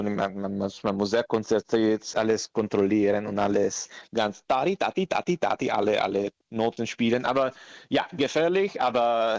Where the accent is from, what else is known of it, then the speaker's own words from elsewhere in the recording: Parma, Emilia-Romagna, Italy; German is a second language; ich komme aus Parma